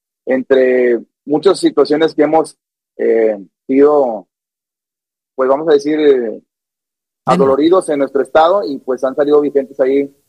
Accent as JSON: {"language": "Spanish", "region": "Nuevo León", "country": "Mexico", "said": "trabajar por la gente de mi estado"}